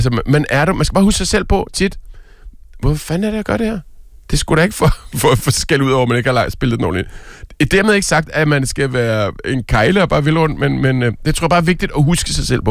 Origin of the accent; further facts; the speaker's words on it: Herlev, Capital Region of Denmark, Denmark; Jeg er vokset op i Herlev, som er sådan en ishockeyby, fordi der er en skøjtehal.